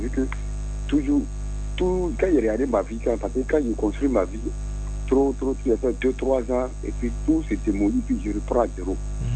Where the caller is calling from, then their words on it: Abidjan, Côte d’Ivoire; Non, je suis à la Riviera Faya.